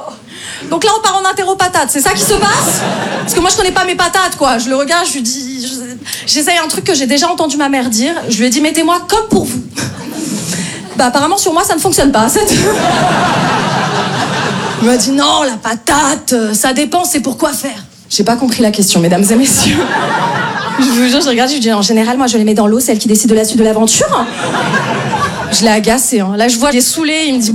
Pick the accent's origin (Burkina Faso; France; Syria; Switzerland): France; Paris, Île-de-France; Je me présente … moi je viens de Paris.